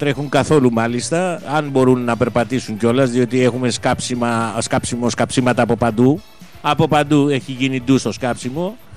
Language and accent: Greek; Western Greece, Greece; now in Patras, Greece; Απέναντι στην Αιτωλοακαρνανία, στην πατρίδα μου, καλημέρα στο Μεσολόγγι, στο Αγρίνιο